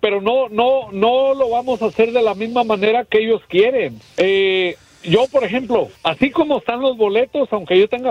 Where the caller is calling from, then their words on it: Monterrey, Nuevo León, Mexico; Órale, pues, Regio, órale.